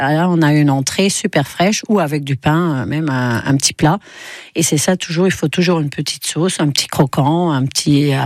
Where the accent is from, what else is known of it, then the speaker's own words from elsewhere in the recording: Ghent, Flanders, Belgium; ah, alors je suis de Gand.